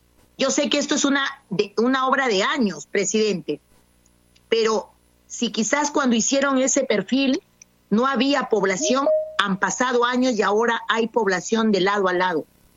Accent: Lambayeque, Peru; el desarrollo de mi pueblo, de la región de Lambayeque.

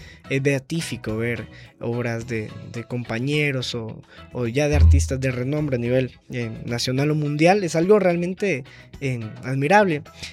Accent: Honduras

